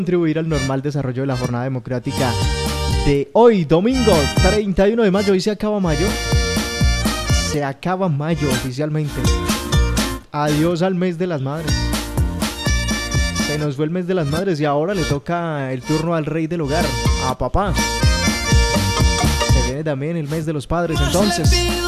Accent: Colombia; es algo que nos corresponde como colombianos.

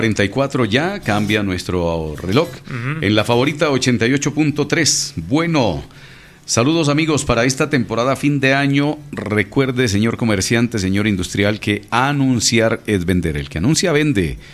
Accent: Cogua, Cundinamarca, Colombia; soy allá de Cogua, bueno, soy de La Plazuela, soy de, bueno, de diferentes municipios y veredas del departamento de Cundinamarca

